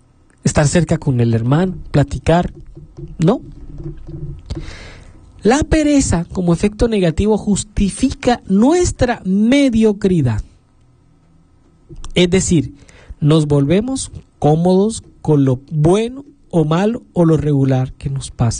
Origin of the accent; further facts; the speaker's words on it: Colombia; Yo que soy de Colombia